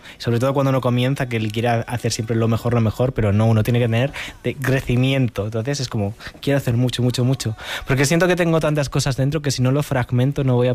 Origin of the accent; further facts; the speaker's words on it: A Guarda, Galicia, Spain; now in Madrid, Spain; Pero yo no sabía que mi pueblo era tan conocido hasta que llegué a Madrid.